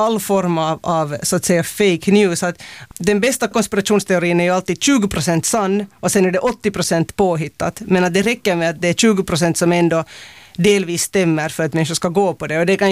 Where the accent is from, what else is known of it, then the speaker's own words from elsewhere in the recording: Finland; jag är finlandssvensk.